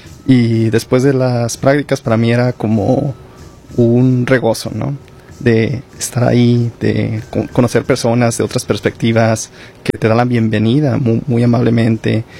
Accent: Aguascalientes, Mexico; moved away; Soy de Aguascalientes.

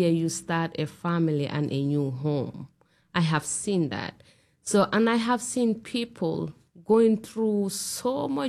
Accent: Gambia; moved away; I'm from the Gambia.

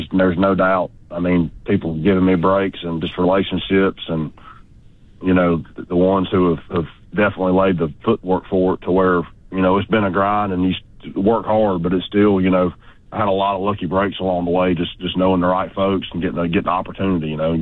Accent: Georgia, United States; Man, I was like most redneck kids growing up in Georgia

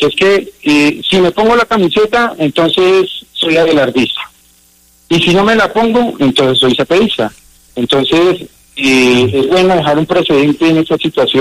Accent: Colombia

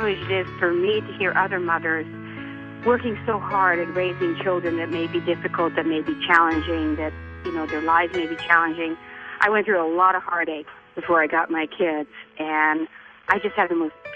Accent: Netherlands; now in United States; And I immigrated over from Holland myself. And, I came over on a boat in 1956.

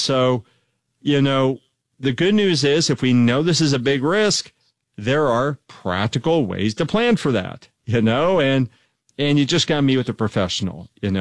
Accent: Dallas, Texas, United States; I grew up in Dallas, Texas, and up here in the Northwest now

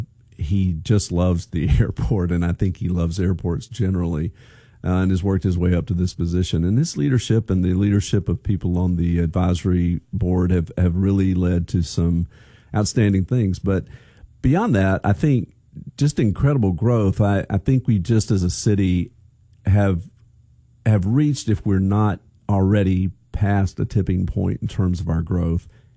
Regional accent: Birmingham, Alabama, United States; I grew up in Birmingham, Alabama. I know all about Atlanta, blah, blah, blah.

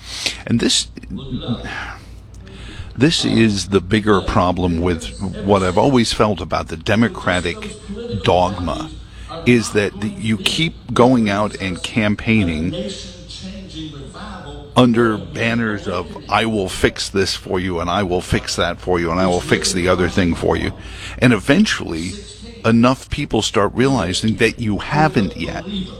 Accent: New York City, New York, United States; I grew up in New York City.

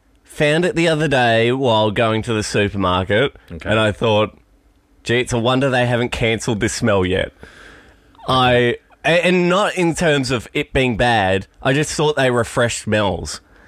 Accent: Queensland, Australia; I was 6 years old. Because we grew up in Queensland

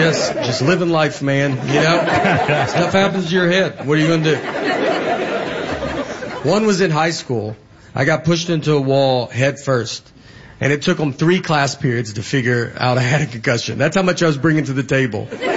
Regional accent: Old Hickory, Tennessee, United States; So I grew up in Old Hickory, Tennessee, and we used to climb down this cliff in Old Hickory Lake

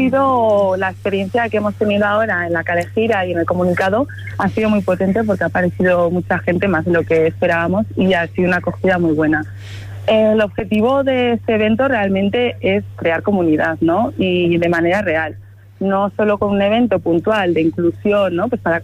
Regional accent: Pamplona, Navarre, Spain; also born or lived in Colombia; Yo soy de Pamplona, mis orígenes son de Colombia, pero bueno, llevo aquí en Pamplona desde los 3 años.

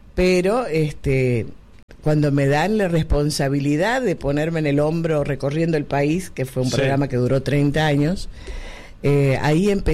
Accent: Tucumán, Argentina; accent: Tucumán; Sí, algunos de ellos. Por ahí dice, ay, le salió el tucumano, porque yo la verdad es que no tengo en cuenta mucho ya la tonada.

